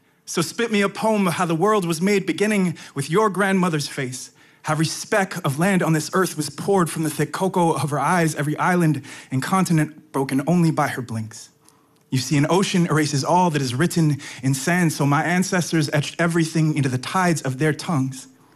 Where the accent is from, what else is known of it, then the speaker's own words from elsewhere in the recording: Honolulu, Hawaii, United States; Honolulu, Hawaii.